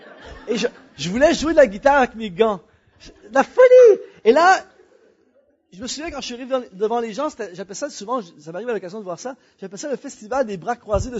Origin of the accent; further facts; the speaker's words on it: Quebec, Canada; Je suis retourné chez nous au Canada.